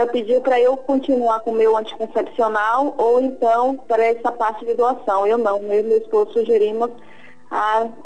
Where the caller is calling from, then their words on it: Feira de Santana, Bahia, Brazil; eu falo de Feira de Santana, Bahia, padre.